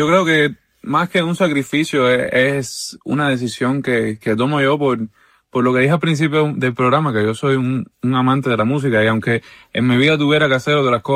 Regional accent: Cuba; yo tengo 17 años y por suerte he tenido la oportunidad de compartir escenario con muchísimas figuras importantes de mi país

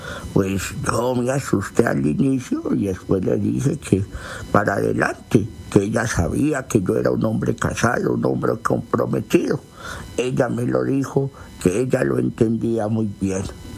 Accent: Guatemala; moved away; me salí de Guatemala para meterme a Guatepeor. Perdí una mujer buena, perdí un hogar, mis hijos no me han perdonado.

